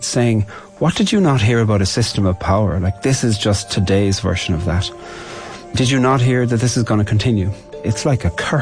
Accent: Ireland; I'm a poet from Ireland

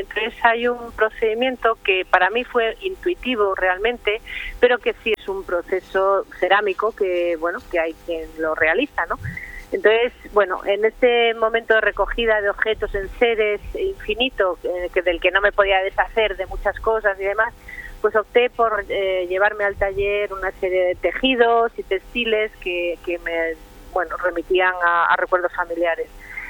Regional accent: Santander, Cantabria, Spain; also born or lived in Galicia; now in Madrid, Spain; Yo soy de Santander, sí, y siempre vuelvo a mi tierra un poco

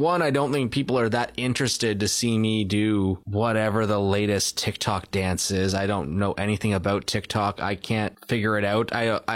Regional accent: Canada; but I'm Canadian, so I kind of got to go for the Blue Jays.

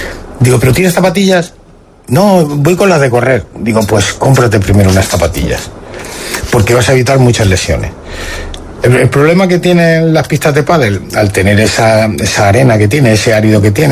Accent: Talavera de la Reina, Castilla-La Mancha, Spain; now in Melilla, Spain; no tenemos pueblos alrededor como puede suceder en Talavera, que yo soy de ahí, de Talavera, en lo cual tienes todos los pueblos de alrededor.

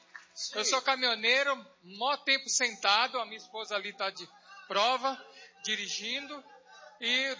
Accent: Itapecerica da Serra, São Paulo, Brazil; Mandou lá de volta, eu sou de Itapecerica da Serra.

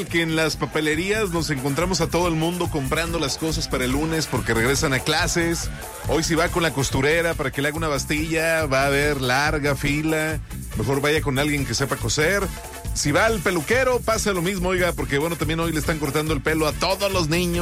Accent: Mexico

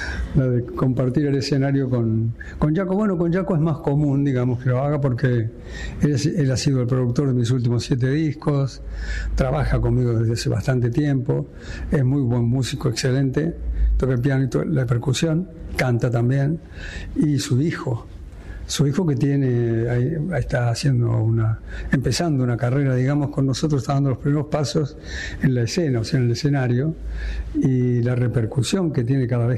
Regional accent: Argentina; Como buen argentino, tenemos esa afición, esa pasión tan extraordinaria con el fútbol

